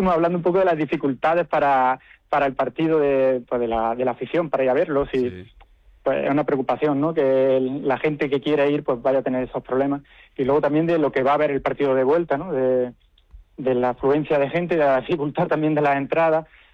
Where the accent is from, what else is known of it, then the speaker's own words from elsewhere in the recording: Loja, Andalusia, Spain; El sentir de Loja, en mucha parte, ha sido más cercana a Málaga que a Granada, en mucha parte de la población, y yo me incluyo.